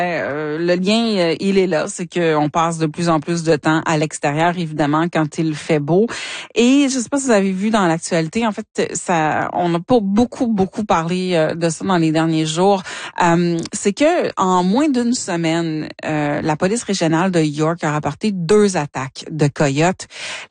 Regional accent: Ontario, Canada; now in Toronto, Canada; c'est sûrement la fille du Nord, je viens du Nord de la province

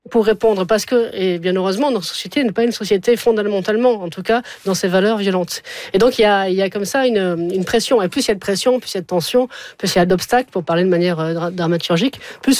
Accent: Montpellier, Occitanie, France; born there

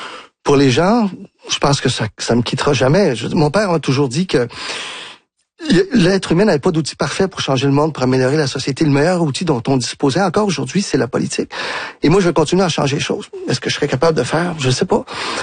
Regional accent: Quebec, Canada; Moi, je suis un Québécois, profondément Québécois et nationaliste, mais j'ai sillonné le Canada plus d'une fois

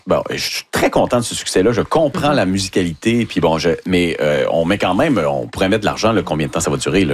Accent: Quebec, Canada; Je viens un peu de Québec. Vous savez, quand on vient du Saguenay-Lac-Saint-Jean, Québec, c'e

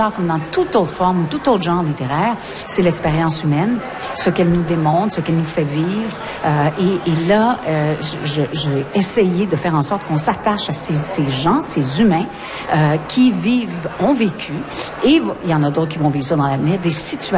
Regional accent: Montreal, Quebec, Canada; born there; also born or lived in Toronto / Eastern Townships; je suis complètement une urbaine. Je suis née à Montréal, j'ai vécu à Montréal, j'ai vécu à Toronto même. J'ai des racines dans les cantons de l'Est. Ma mère vient des cantons de l'Est, une région que je connais très bien.

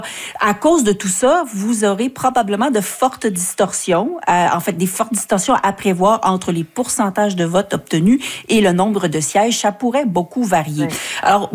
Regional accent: Quebec, Canada; Moi, je viens de l'Outaouais.

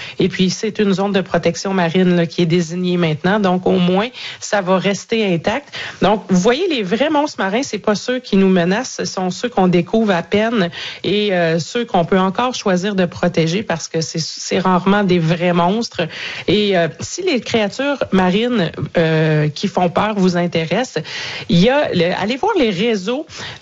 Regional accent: Canada; ces animaux de chez nous au Canada

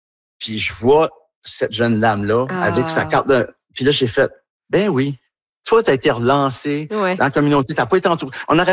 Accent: New Brunswick, Canada

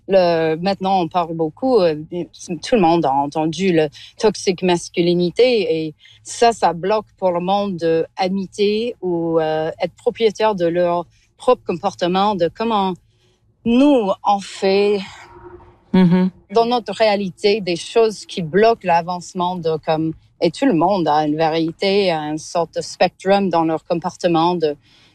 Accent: Alberta, Canada; Ben, en fait, la base, moi, je viens de l'Alberta.

